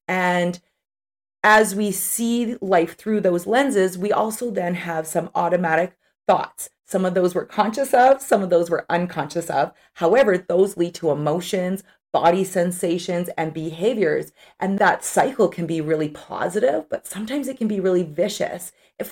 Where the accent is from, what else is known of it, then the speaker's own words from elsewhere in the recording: North Vancouver, British Columbia, Canada; despite growing up in North Vancouver